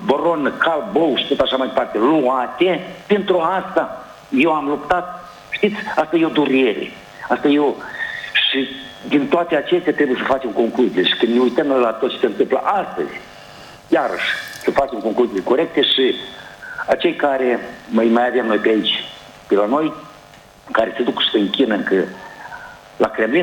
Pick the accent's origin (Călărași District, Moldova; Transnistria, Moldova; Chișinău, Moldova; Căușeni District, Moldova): Căușeni District, Moldova; Căușeni; Sunt de la Căușeni și am urmărit emisiunea noastră